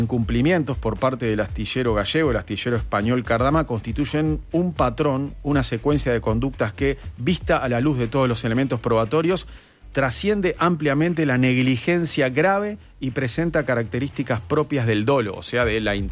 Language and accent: Spanish; Uruguay